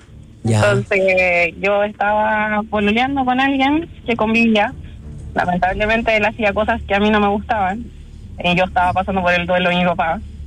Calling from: Santiago, Santiago Metropolitan Region, Chile; soy de Independencia, pero ahora ando en Renca.

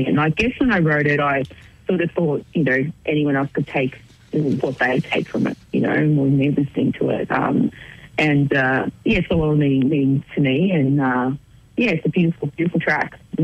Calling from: Melbourne, Victoria, Australia; Melbourne.

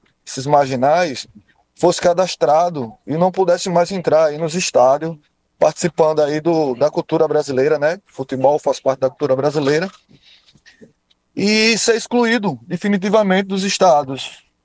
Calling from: Barra de São Miguel, Alagoas, Brazil; Sou da Barra de São Miguel e sou professor de jiu-jitsu.

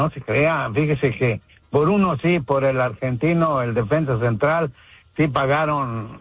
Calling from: Celaya, Guanajuato, Mexico; menciona la ciudad de donde yo soy.

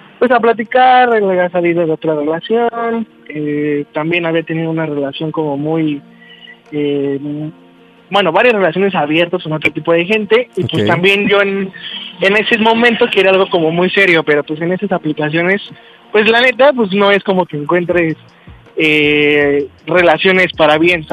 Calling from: Ixtapaluca, State of Mexico, Mexico; Tengo 26 y soy de Ixtapaluca, Estado de México.

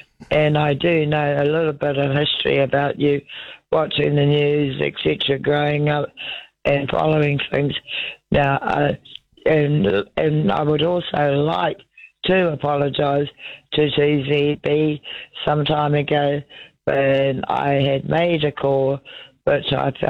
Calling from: Lower Hutt, Wellington, New Zealand; Lower Hutt, North Island, New Zealand.

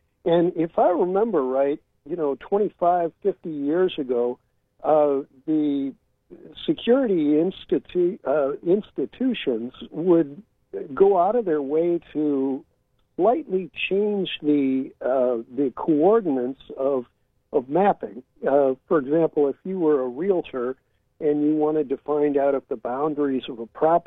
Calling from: San Francisco, California, United States; I'm calling you from San Francisco

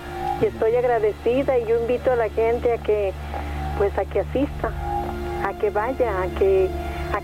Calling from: Ameca, Jalisco, Mexico; De aquí, de Ameca

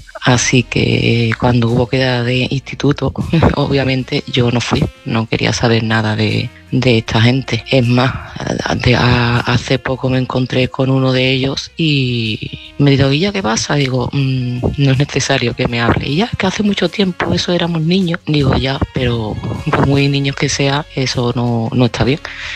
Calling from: Seville, Andalusia, Spain; de Sevilla y este mensaje va para Lola.

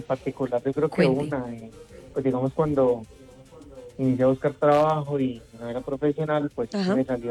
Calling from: Bogotá, Colombia; Estoy acá en Kennedy

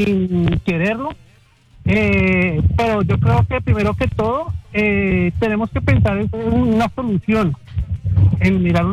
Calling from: Ibagué, Tolima, Colombia; Desde Ibagué.

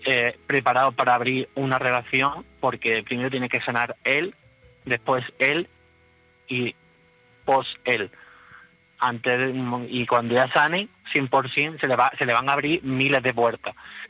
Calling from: Cabra, Andalusia, Spain; Desde Cabra, Córdoba.

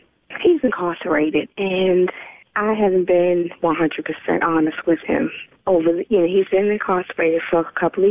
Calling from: Georgia, United States; I'm calling from Georgia.

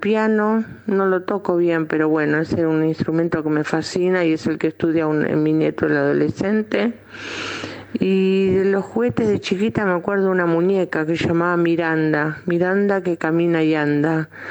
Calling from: Buenos Aires, Argentina; de Devoto.

